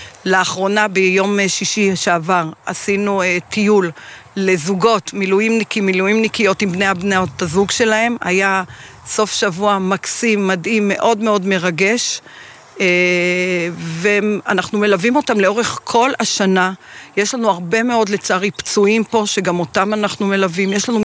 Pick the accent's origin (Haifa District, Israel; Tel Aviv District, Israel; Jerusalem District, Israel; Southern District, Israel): Jerusalem District, Israel; Shoresh; אני גדלתי במשפחה ובכלל ביישוב שיש בו הרבה הרבה חיילים ומילואימניקים, אני ממושב שורש, ומסביבי היו תמיד חיילים, מילואימניקים